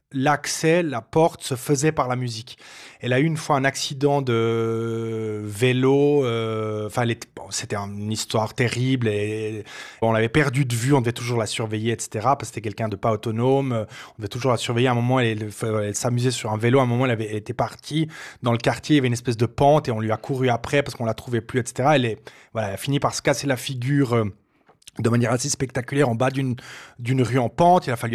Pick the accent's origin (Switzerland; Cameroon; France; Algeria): Switzerland; Fribourg; Et Anya, vous avez dit avant que j'ai grandi à Fribourg. Alors, ce qu'il faut savoir, c'est qu'à Fribourg, on ne parle pas très, très bien.